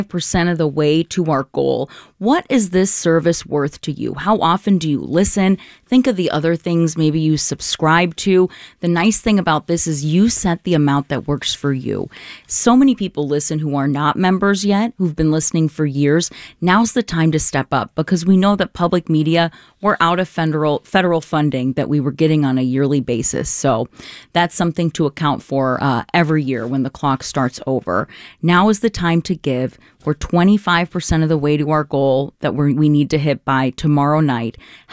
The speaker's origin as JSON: {"language": "English", "town": "Apple Valley", "region": "Minnesota", "country": "United States", "tie": "born or raised there", "said": "Apple Valley, my hometown."}